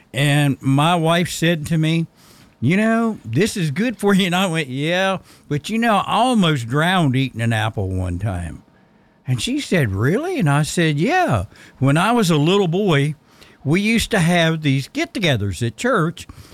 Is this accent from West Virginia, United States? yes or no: yes; West Virginia, United States; I thought it was fun growing up in West Virginia.